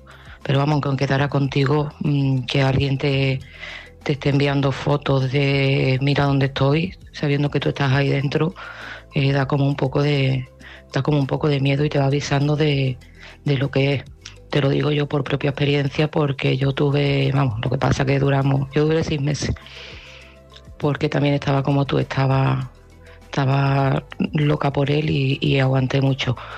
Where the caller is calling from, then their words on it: Seville, Andalusia, Spain; de Sevilla y este mensaje va para Sandra.